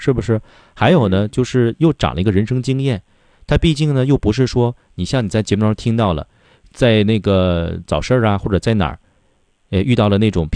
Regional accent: Northeast China, China; 咱们东北话就是比较损

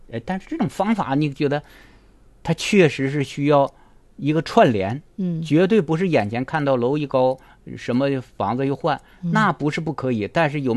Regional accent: Northeast China, China; 咱们东北人

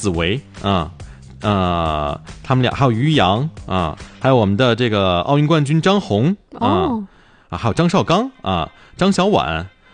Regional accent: Harbin, Heilongjiang, China; 还有我们家乡演员乔杉

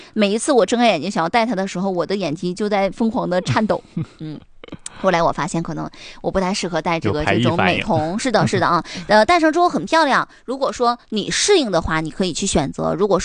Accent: China

